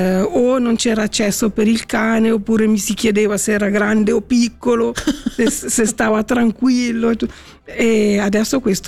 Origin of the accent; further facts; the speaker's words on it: Morbio, Ticino, Switzerland; now in Prosito, Switzerland; Io sono di Morbio, originaria